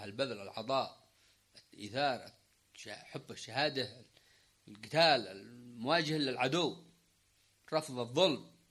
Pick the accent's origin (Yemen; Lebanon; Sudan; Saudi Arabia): Yemen